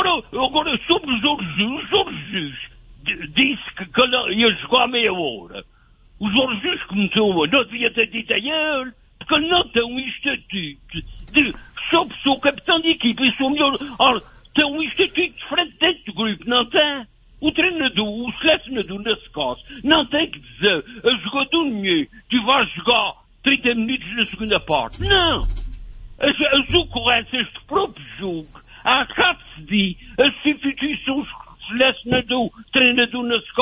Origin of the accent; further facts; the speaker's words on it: Portugal; E é como português